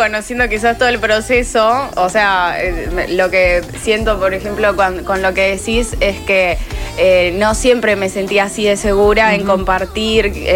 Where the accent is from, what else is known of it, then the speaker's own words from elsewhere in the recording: Rosario, Santa Fe, Argentina; Yo me mudé y me cambié de escuela como 80 veces acá en Rosario.